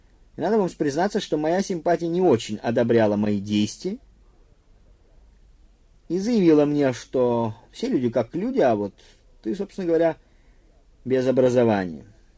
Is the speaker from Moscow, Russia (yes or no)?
no; Saint Petersburg, Russia; moved away as an adult; also born or lived in Kola Peninsula; Родился я в Ленинграде, учился в средней школе. Тогда наименовалась 13-я школа Петроградского района.